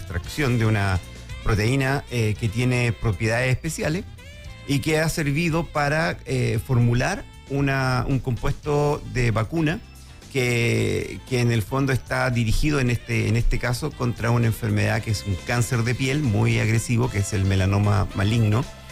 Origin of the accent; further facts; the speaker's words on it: Buenos Aires, Argentina; also born or lived in Sweden; now in Chile; No, yo nací en Buenos Aires.